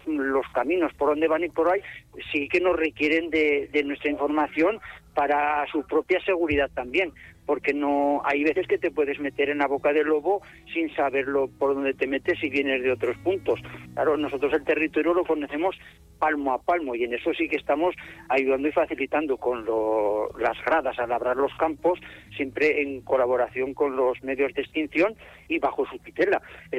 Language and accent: Spanish; Luesa, Aragon, Spain; Sí, sí, soy de aquí de Luesa, sí. Tengo mi explotación aquí en Luesa.